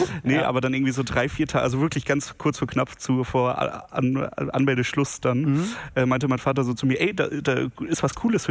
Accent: Kiel, Schleswig-Holstein, Germany; Genau, ich komme gebürtiger Kieler.

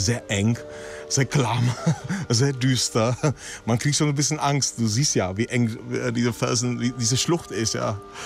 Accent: Lomnice nad Popelkou, Liberec Region, Czechia; also born or lived in Turnov; Ich bin keine 14 Kilometer von hier aufgewachsen und keine 7 Kilometer in der Tat von hier geboren in Turnov, aufgewachsen in Lomnice nad Popelkou.

